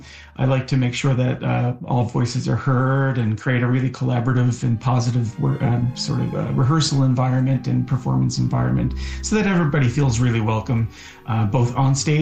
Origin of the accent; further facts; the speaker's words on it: Nova Scotia, Canada; and I was growing up in Nova Scotia in Cape Breton, and I had joined the Nova Scotia Youth Orchestra at age 15